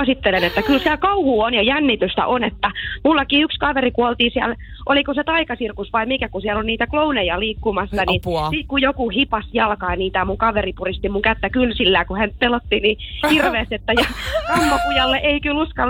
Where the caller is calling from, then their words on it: Hamina, Kymenlaakso, Finland; minä olen kotoisin täältä Haminasta